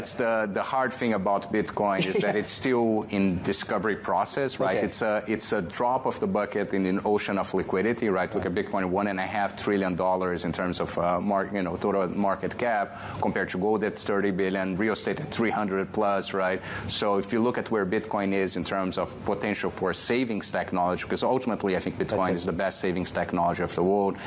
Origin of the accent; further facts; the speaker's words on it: Brazil; moved away; I grew up in Brazil, and you know, I went my teenage years in the 90s in Brazil, late 80s, early 90s